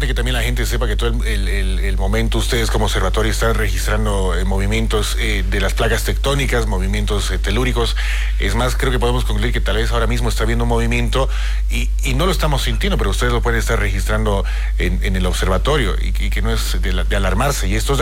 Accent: Bolivia; como bolivianos y habitantes de la región

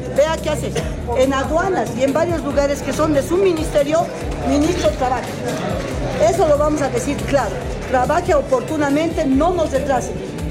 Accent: Bolivia

